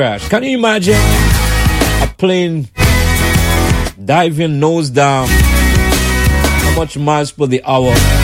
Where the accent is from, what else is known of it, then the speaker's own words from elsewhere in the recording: Guyana; now in United States; mainly my home country, and for many of you that are listening here in Caribbean Power Jam, your home country, Guyana.